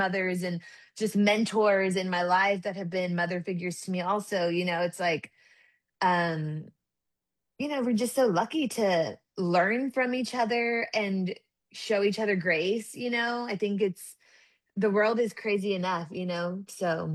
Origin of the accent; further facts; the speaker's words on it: San Antonio, Texas, United States; growing up in San Antonio, I think there's a pretty big generation of people who do not speak Spanish because of things that our parents went through. And so I think part of that is why my dad didn't speak Spanish